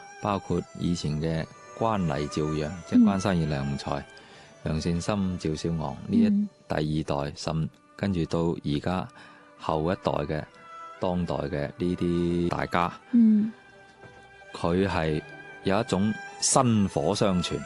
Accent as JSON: {"language": "Cantonese", "region": "Guangdong", "country": "China", "said": "所以不断创新就系我哋广东人嘅一种岭南或者叫岭南文化嘅一种最核心嘅价值。"}